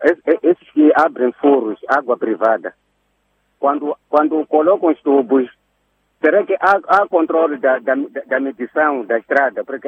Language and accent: Portuguese; Maputo, Maputo City, Mozambique; now in Chonguene, Mozambique; Eu vivi muito, cresci em Ulene aí.